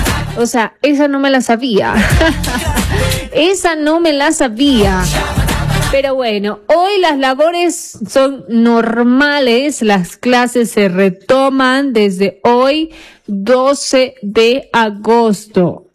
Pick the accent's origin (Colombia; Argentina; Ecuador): Ecuador